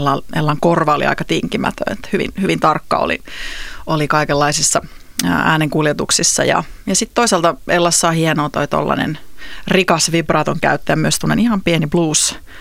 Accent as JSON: {"language": "Finnish", "town": "Tornio", "region": "Lapland", "country": "Finland", "tie": "born or raised there", "also_born_or_lived": "Helsinki / New York", "accent": "Tornio dialect", "moved": "as an adult", "said": "kun mä muutin Torniosta Helsinkiin 18-vuotiaana, niin mulle sanottiin, että älä sit … spiikkaa hirveästi keikoilla, kun sulla on toi murre"}